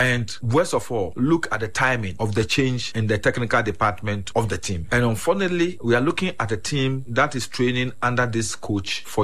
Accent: Ghana; I'm a Ghanaian.

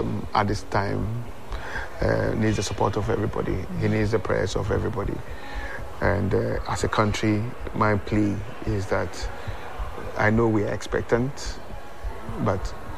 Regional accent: Ghana; what would be Super Sports for Ghana I'm a Ghanaian.

